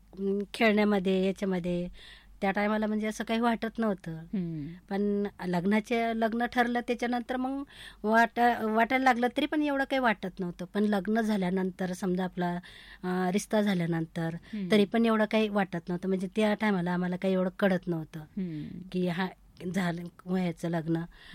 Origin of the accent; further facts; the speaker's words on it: Akola district, Maharashtra, India; moved away as an adult; now in Ahilyanagar, India; मूळच्या आम्ही अकोल्याचेच आहे, म्हणजे मूळ गाव अकोला जिल्हा आहे आमचा, पण खेडगाव आहे बेलोरा म्हणून, बेलोरा बुजरुक। आणि सासर पण जेष्ठिक अकोल्यामध्येच येतो आणि तहसील बाळापूर म्हणून येतो, तिथं पण खेडगाव बटवाडी खुर्द आहे सासर।